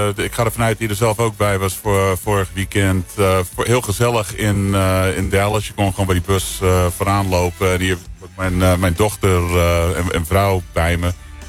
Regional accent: Soest, Utrecht, Netherlands; now in United States; Ik kom uit Soest.

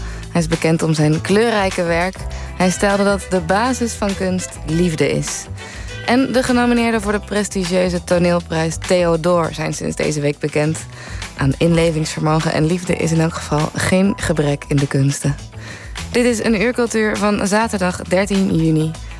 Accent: 's-Hertogenbosch, North Brabant, Netherlands; born there; Ik ben dus ook geboren in Den Bosch.

